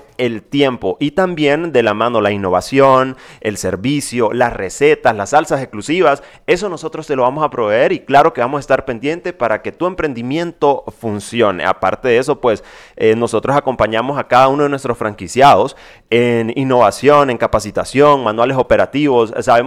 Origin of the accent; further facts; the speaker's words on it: Honduras; nos denomina como hondureños